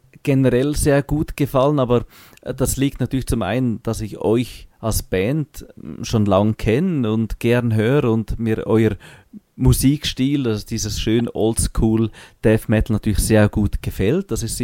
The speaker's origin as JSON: {"language": "German", "country": "Switzerland", "said": "gerade für uns als Schweizer"}